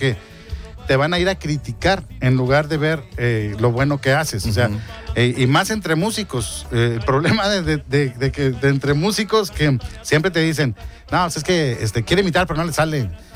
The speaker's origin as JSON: {"language": "Spanish", "town": "Guadalupe", "region": "Nuevo León", "country": "Mexico", "moved": "yes", "lives_now": "San Pedro Garza García, Mexico", "said": "yo vengo de Guadalupes."}